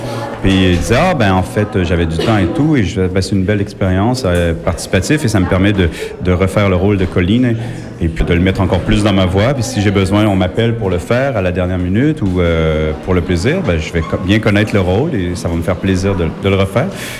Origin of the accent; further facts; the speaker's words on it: Quebec, Canada; also born or lived in Switzerland; now in Paris, France; Comme je disais, ben, je suis originaire du Québec. Donc, la raison pourquoi je me suis installé à Paris, c'est parce qu'on voyage beaucoup.